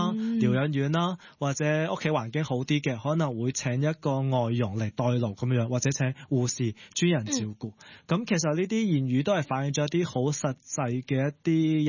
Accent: Hong Kong; 我哋香港人

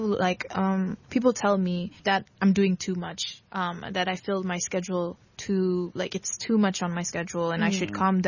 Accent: Philippines; So, when they found out that, like, I'm Blasian, they're like, Filipina ka? And I'm like, yeah, you know, like, I'm Filipina.

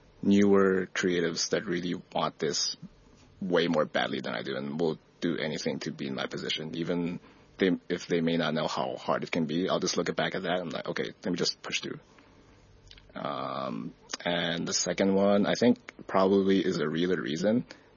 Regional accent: Philippines; now in Hong Kong; I'm Filipino, can't speak Chinese

